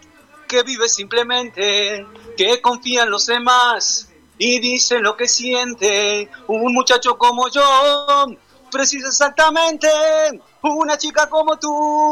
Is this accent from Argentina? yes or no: yes; Carcarañá, Santa Fe, Argentina; Soy un agradecido de estar en lo que es mi ciudad. Estoy muy feliz, me siento muy feliz siempre en mi ciudad, en mi en mi pueblo, en mi barrio. Aprovecho a saludar a mi barrio Las Flores.